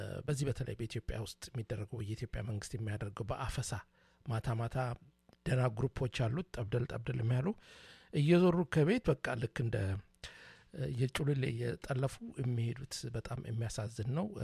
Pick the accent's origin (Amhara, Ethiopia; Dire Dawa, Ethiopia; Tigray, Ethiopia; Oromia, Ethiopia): Dire Dawa, Ethiopia; እኔ ድሬዳዋ ተወልጄ ነው ያደኩል ግዜ ነው